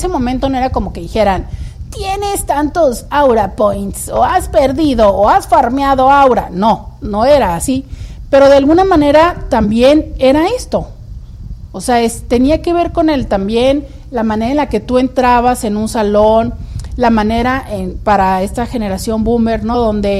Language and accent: Spanish; Mexico; cómo somos los mexicanos